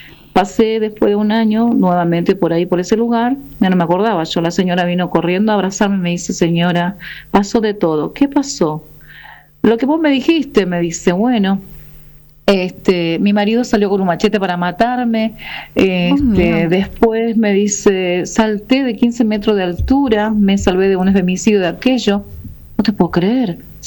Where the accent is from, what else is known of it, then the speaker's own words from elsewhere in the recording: Roque González de Santa Cruz, Paraguarí, Paraguay; born there; accent: Paraguayan, Guarani-influenced; moved away; Sí, yo soy paraguaya, nacida en Roque González de Santa Cruz. Después de Carapeguá viene Roque González.